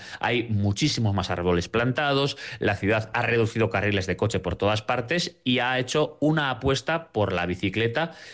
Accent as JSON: {"language": "Spanish", "town": "Irun", "region": "Basque Country", "country": "Spain", "moved": "yes", "lives_now": "Paris, France", "said": "Que yo, que soy de Irún."}